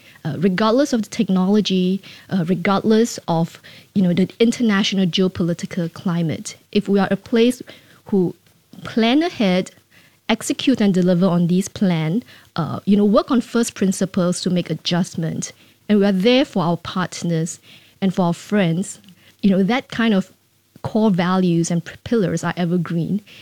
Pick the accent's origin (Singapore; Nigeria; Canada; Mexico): Singapore; but generally for Singapore, as a Singaporean, I think it's a very strong government.